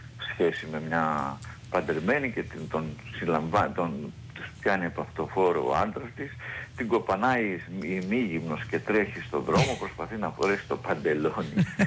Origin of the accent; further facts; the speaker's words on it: Epirus, Greece; moved away; Εδώ είναι τα βιώματά μου, είμαι και στο χωριό μου αυτό το διάστημα. Η ψυχή μου γαλουχήθηκε εδώ από τις εικόνες, τους ανθρώπους, τους παραμυθάδες του χωριού μου.